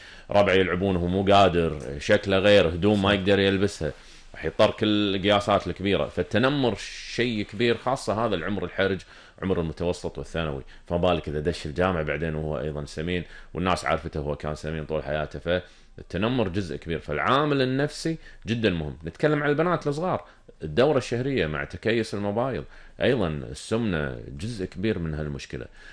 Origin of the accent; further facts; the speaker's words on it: Kuwait; إحنا في الكويت